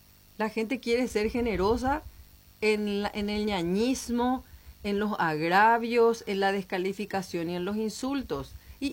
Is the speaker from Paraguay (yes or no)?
yes; Paraguay; tenemos que poner esa garra guaraní